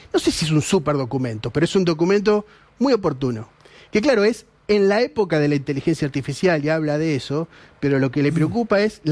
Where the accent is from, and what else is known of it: Argentina